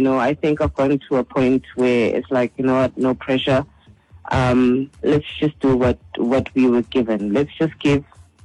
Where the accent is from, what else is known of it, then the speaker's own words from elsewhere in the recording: Mpumalanga, South Africa; I'm from a small town called Ivenda. I think our most known location is in Balentle or Secunda. But I'm from around that area in Mpumalanga.